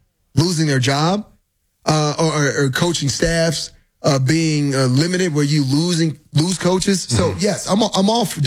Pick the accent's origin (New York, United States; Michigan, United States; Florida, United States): Florida, United States; moved away; I'm from Florida, I don't live too far, didn't live too far from Northwestern High School.